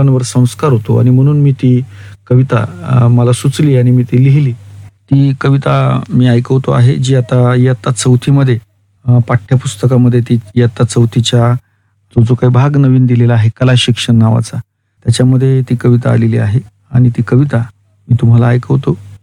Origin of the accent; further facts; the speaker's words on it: Niphad, Maharashtra, India; now in Nashik, India; मी मूळ सदीफडचा असल्यामुळे तसा मी कुसुमाग्रजांचा तालुक्यातला आहे